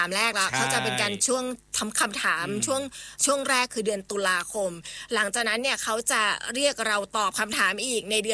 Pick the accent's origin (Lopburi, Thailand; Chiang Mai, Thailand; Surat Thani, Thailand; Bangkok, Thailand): Chiang Mai, Thailand; เราเป็นคนเชียงใหม่เอง